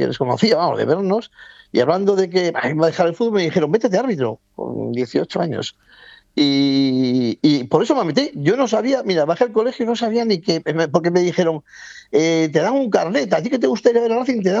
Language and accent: Spanish; Santander, Cantabria, Spain; yo vivía, nací en Santander y viví toda mi infancia en donde está el campo de fútbol de General Dávila, del cuartel, que era un cuartel.